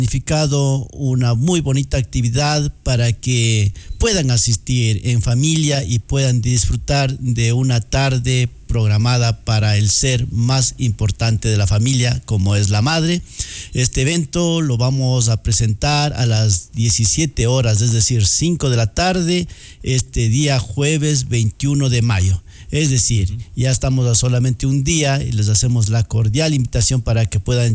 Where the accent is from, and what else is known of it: Baños de Agua Santa, Tungurahua, Ecuador